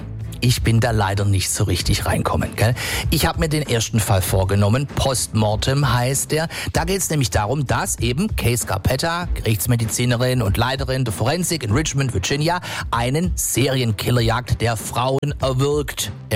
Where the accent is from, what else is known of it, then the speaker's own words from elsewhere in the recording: Swabia, Germany; als Schwabe bricht man keine Bücher ab